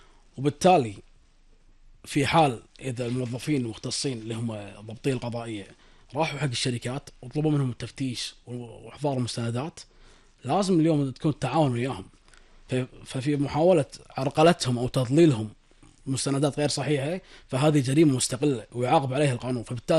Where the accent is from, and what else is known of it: Kuwait